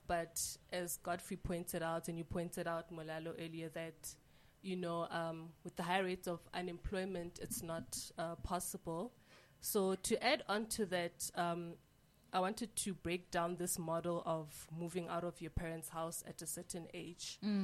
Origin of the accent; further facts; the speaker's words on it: North West, South Africa; now in Johannesburg, South Africa; I am a South African citizen. I was raised in the Northwest, but my parents originate from Zambia.